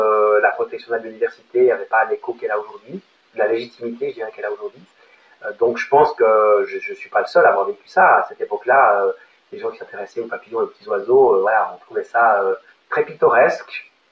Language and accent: French; Switzerland; je viens de Suisse, j'ai grandi au bord du lac Léman, donc en face de la Haute-Savoie.